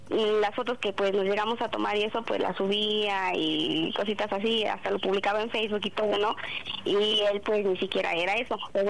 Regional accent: Mexico City, Mexico; Tengo 24 y soy de la Ciudad de México.

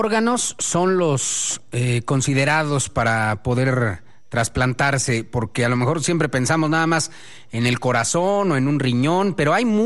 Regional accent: Mexico; ¿Qué tan solidarios somos los mexicanos?

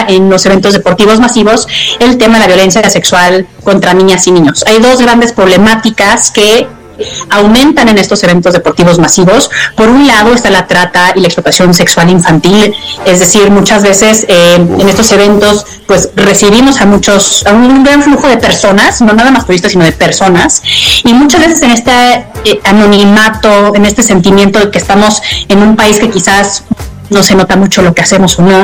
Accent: Mexico; viene una temporada que nos emociona como mexicanos, como ciudadanos del mundo.

